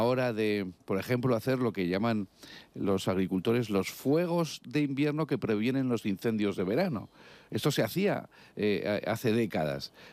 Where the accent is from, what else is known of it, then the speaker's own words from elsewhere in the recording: Huesca, Aragon, Spain; en mi tierra, en Huesca